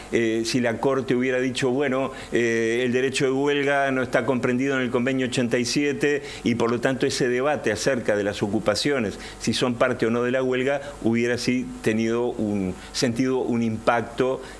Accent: Uruguay; países como el nuestro, como Uruguay

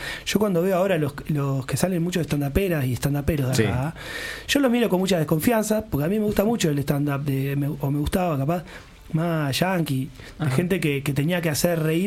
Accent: Uruguay; esa cosa media que somos los uruguayos

